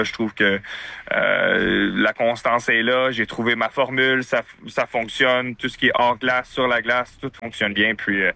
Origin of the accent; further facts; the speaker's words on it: Quebec, Canada; mais je suis fier québécois, fier canadien.